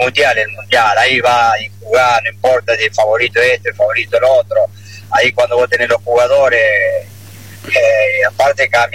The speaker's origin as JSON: {"language": "Spanish", "country": "Argentina", "said": "nosotros como argentino y uno de los mejores equipos del mundo y de Sudamérica"}